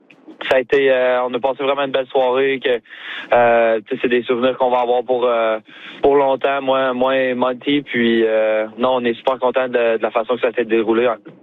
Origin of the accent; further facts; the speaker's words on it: Quebec, Canada; Comme tu as dit, en tant que Québécois, de jouer pour le Canadien, c'est spécial.